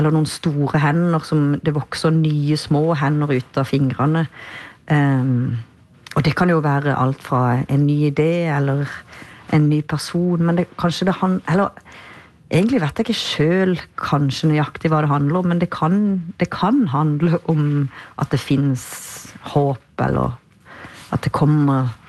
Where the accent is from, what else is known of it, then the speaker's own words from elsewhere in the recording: Kristiansand, Agder, Norway; min hjemby där jag är född Kristiansand.